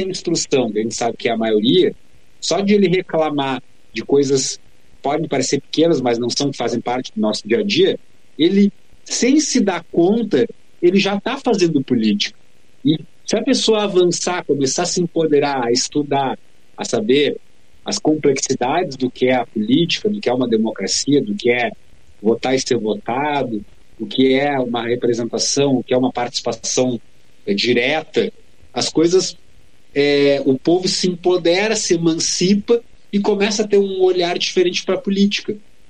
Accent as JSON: {"language": "Portuguese", "town": "Bagé", "region": "Rio Grande do Sul", "country": "Brazil", "tie": "born or raised there", "moved": "as an adult", "lives_now": "Pelotas, Brazil", "said": "em Bagé, minha terra natal, portanto, então estou há 16 anos morando em Pelotas"}